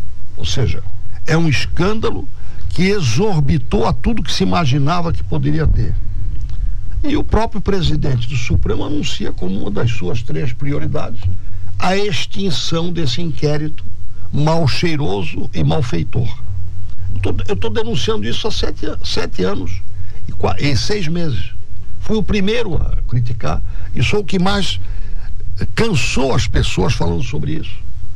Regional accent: Santa Catarina, Brazil; Eu sou de Santa Catarina no sentido mais amplo da palavra. Eu pertenço a Santa Catarina, ao estado de Santa Catarina, a gente catarinense.

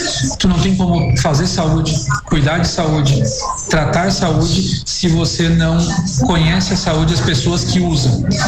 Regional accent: Armazém, Santa Catarina, Brazil; Então, eu sou de Armazém, né?

